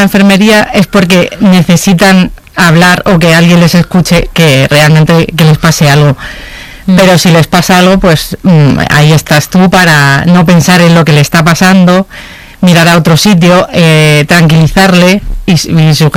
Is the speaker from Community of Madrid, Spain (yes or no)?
yes; Madrid, Community of Madrid, Spain; Perfecto. Y porque soy de Madrid.